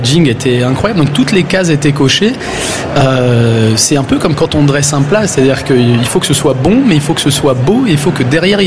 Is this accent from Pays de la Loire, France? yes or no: yes; Le Mans, Pays de la Loire, France; Oui, j'habite au Mans, je suis manceau